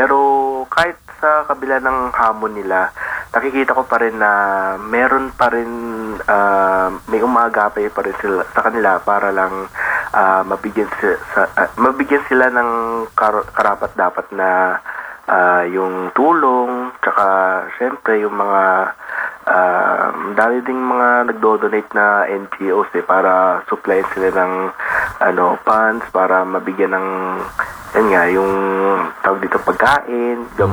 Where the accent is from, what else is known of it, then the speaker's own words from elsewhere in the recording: Central Visayas, Philippines; kung saan ako lumaki, yung naging childhood province ko, which is yung Cebu province namin talaga siya.